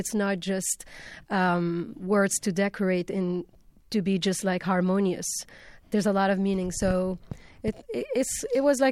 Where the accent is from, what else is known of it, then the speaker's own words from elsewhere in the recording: Tunisia; growing up in Tunisia